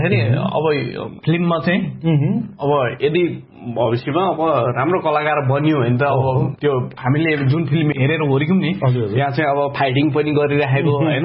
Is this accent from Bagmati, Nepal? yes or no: yes; Kathmandu, Bagmati, Nepal; मेरो जन्म नै काठमाडौँमा भएको हो, बुढालीकण्ठ। मेरो गाउँ चाहिँ बङ्गाल हो, मेरो बाल्यकाल नै बङ्गालमा बित्यो भनौँ, बुढालीकण्ठ साइड।